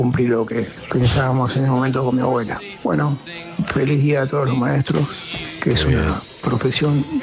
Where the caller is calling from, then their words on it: Argentina; de Devoto.